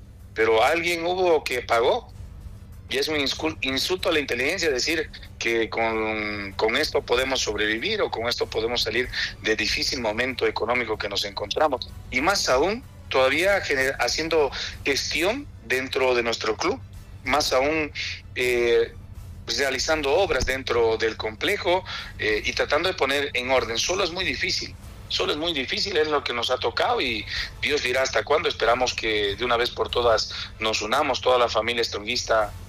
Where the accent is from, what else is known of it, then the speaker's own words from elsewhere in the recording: La Paz, Bolivia; Primero somos bolivianos. Primero somos bolivianos. Después somos paceños